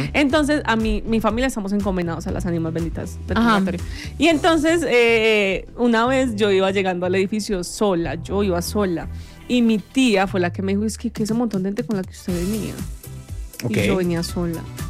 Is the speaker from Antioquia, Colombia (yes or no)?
yes; Yarumal, Antioquia, Colombia; Yo lo conozco en Yarumal, Antioquia, que es mi pueblo.